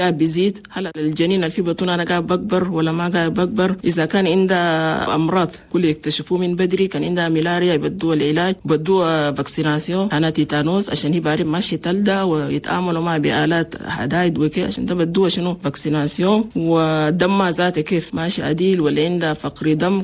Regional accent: Chad; لأننا نحن عندنا في تشاد نسبة موت عن الأمهات اللي بموت في ولودة كتير مرة واحد

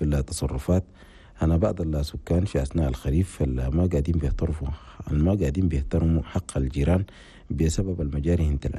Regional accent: Chad; بلدنا تشاد

